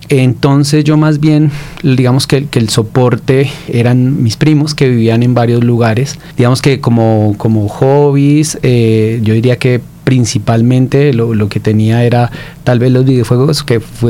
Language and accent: Spanish; Funza, Cundinamarca, Colombia; moved away as an adult; also born or lived in Mosquera / Bogotá / France; now in Medellín, Colombia; Sí, la primaria la hice ahí en Funza, después el bachillerato lo hice en un colegio de Mosquera.